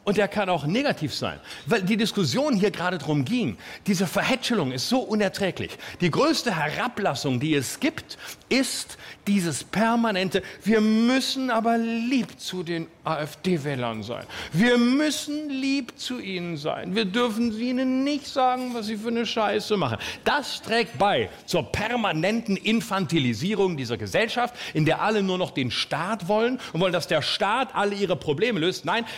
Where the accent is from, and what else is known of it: West Germany, Germany